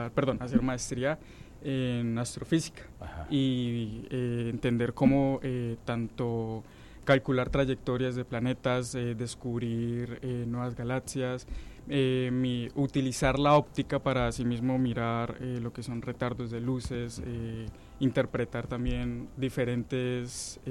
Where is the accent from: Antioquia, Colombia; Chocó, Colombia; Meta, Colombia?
Meta, Colombia; Puerto Gaitán; Yo salí de Puerto Gaitán Meta.